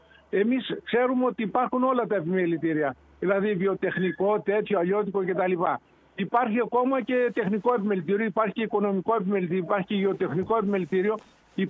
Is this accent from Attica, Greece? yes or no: no; Thessaloniki, Central Macedonia, Greece; born there; Εγώ είμαι, ξέρεις ότι γεννήθηκα στη Θεσσαλονίκη και τον περισσότερο μου χρόνο τον περνάω στη Θεσσαλονίκη.